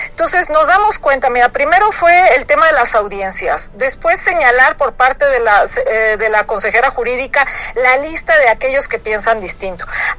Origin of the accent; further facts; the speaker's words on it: Mexico; Y como buenos mexicanos, pues bueno, muchos hacen parodias, muchos hacen caricaturas de lo que está sucediendo.